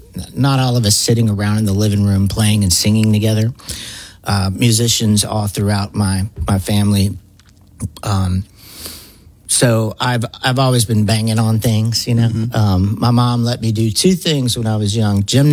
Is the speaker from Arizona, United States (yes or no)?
no; Lake Charles, Louisiana, United States; I'm originally from Lake Charles.